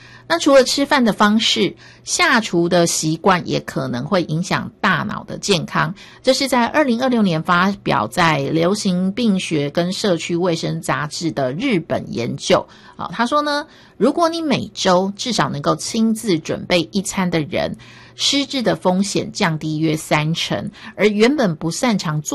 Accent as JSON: {"language": "Chinese", "country": "Taiwan"}